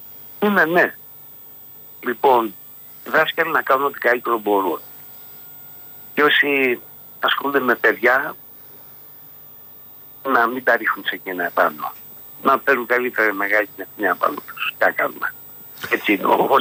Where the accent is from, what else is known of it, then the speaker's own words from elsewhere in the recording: Athens, Attica, Greece; Εγώ τα παιδικά μου χρόνια τα ζήσα στα Νοπριβλήσια